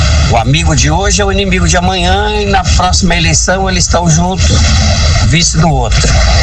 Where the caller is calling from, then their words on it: Caraguatatuba, São Paulo, Brazil; Eu sou de Caraguá, mas eu trabalho em São Sebastião.